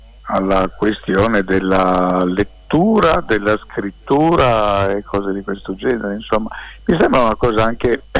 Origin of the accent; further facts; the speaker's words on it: Cuneo, Piedmont, Italy; nella mia città natale a Cuneo